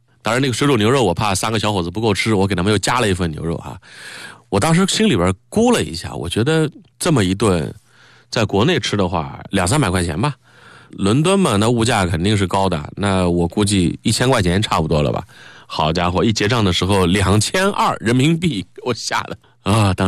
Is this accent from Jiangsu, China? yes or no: yes; Jiangsu, China; 尽管我是一个江苏人，淮扬菜是我的心中的经典